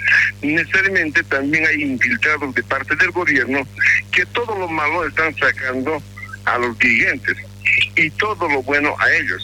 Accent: Bolivia; un gobierno que tenga el sentimiento y el corazón ya, como boliviano, para dar solución al problema de este país.

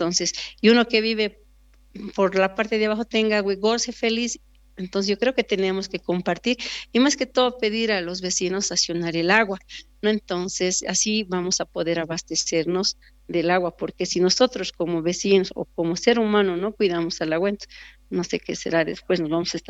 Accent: Uncía, Potosí, Bolivia; soy del municipio de Uncía y nos pongamos la pila, o sea, las pilas para poder tener ese proyecto grande y buscar lo que es la solución al agua en este municipio.

